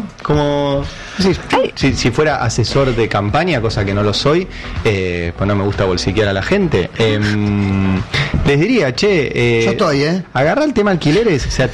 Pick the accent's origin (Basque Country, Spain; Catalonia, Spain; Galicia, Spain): Catalonia, Spain; Hay uno, yo soy catalán también, por eso me propongo para asesorar campañas.